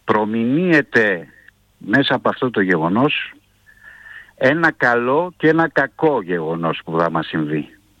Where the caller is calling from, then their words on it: Greece; Μιλάω πρώτα ως Έλληνας, δεύτερος χριστιανός και τώρα πρέπει να τοποθετηθώ ως Ορθόδοξος.